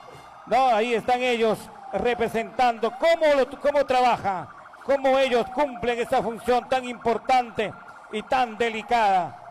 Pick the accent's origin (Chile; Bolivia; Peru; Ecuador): Peru; soy peruano de sangre y hueso